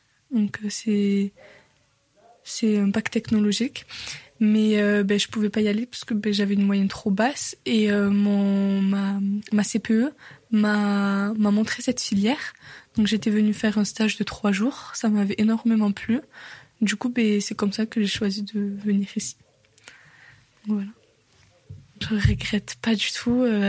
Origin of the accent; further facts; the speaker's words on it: Millau, Occitanie, France; J'ai 18 ans. Je suis née en Aveyron, à Millau. J'ai grandi dans un milieu rural.